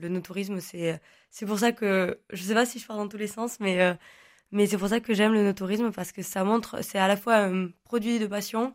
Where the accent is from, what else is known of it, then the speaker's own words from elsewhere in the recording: Occitanie, France; first language Occitan; French is a second language; J'ai grandi entre les oliviers et les vignes languedociennes. Ma langue maternelle, c'est l'occitan.